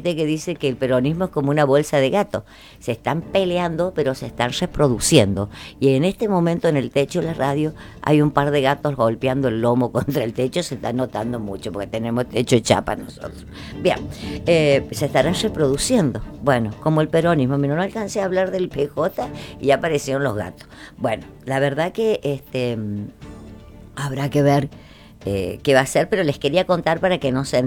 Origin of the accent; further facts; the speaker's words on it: Villa Mercedes, San Luis, Argentina; Nosotros somos, esta sociedad de Villa Mercedes